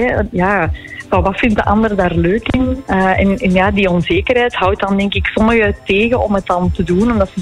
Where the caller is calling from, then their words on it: Antwerp province, Flanders, Belgium; provincie Antwerpen, ja, klopt.